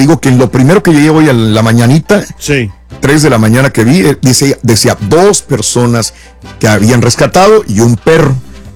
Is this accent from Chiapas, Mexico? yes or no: no; Zapotiltic, Jalisco, Mexico; now in Stockton, United States; Soy de Zapotilitic.